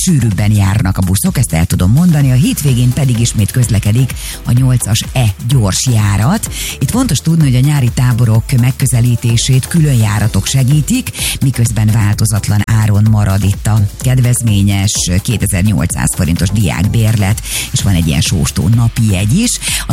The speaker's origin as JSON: {"language": "Hungarian", "town": "Nyíregyháza", "region": "Szabolcs-Szatmár-Bereg", "country": "Hungary", "tie": "born or raised there", "said": "a Kródi Gyula utcán nőttem fel"}